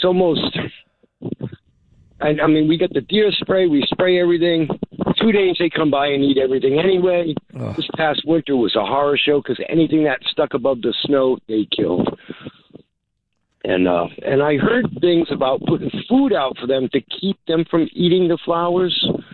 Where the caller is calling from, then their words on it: Tiverton, Rhode Island, United States; Well, I live in Tiverton, and I'm up on the north end, and I live in between two big areas of wood lines